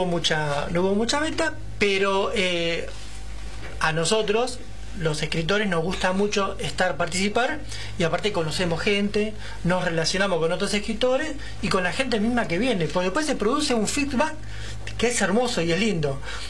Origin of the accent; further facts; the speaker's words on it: Quilmes, Buenos Aires Province, Argentina; soy de Quilmes